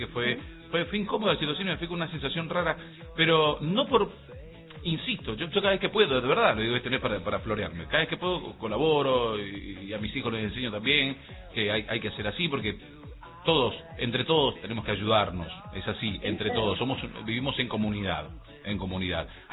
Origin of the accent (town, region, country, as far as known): Rama Caída, Mendoza, Argentina